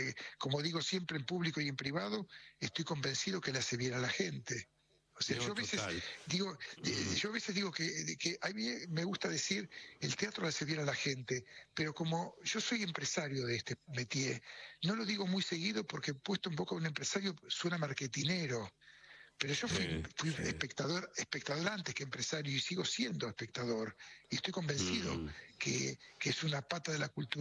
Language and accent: Spanish; Mataderos, Buenos Aires, Argentina; born there; Recién en la comida le dije a Jorge Suárez, yo nací en Mataderos.